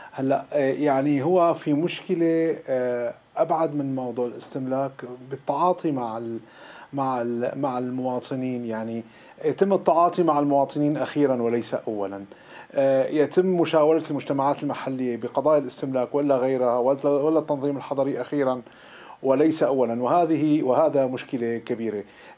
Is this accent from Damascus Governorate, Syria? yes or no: yes; Damascus, Damascus Governorate, Syria; أنا كوني من دمشق